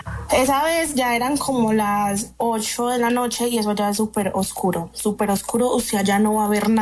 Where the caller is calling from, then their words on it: Medellín, Antioquia, Colombia; Desde la ciudad de Medellín.